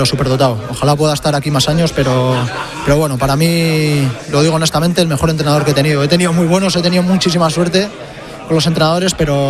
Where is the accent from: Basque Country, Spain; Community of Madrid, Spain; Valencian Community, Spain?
Basque Country, Spain; Soy vasco, sabes que soy vasco.